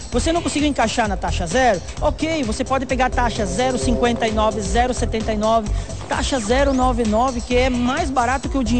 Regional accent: Brazil; sou brasileiro.

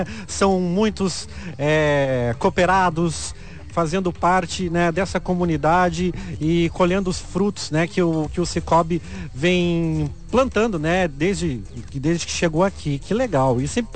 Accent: Santa Catarina, Brazil; mesmo sendo catarinense, o gauchismo tá aqui, no sul do Brasil.

